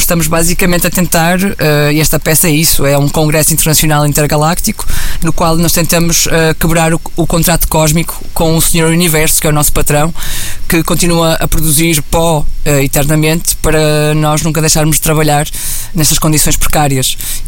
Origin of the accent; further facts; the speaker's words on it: Vila Nova de Gaia, Norte, Portugal; Eu sou de Gaia, portanto sou da margem sul e gosto de dizer isto com muito orgulho, porque sou mesmo da margem sul da região do Porto